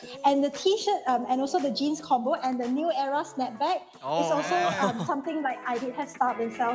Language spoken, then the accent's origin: English; Malaysia; I'm from Malaysia.